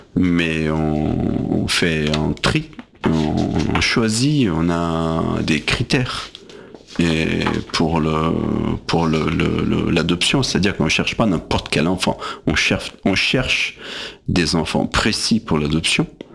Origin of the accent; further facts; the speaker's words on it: Brazil; moved away; d'où je viens, du Brésil